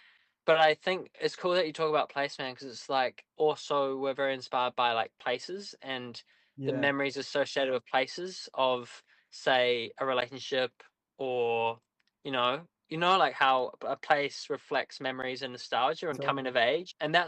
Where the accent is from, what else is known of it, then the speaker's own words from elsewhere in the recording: Australia; we grew up in Australia's massive and expansive, and it's like just this desert of space.